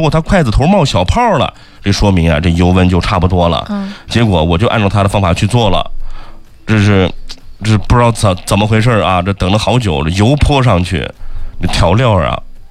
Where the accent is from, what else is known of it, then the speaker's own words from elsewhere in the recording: China; 中国人我们中国人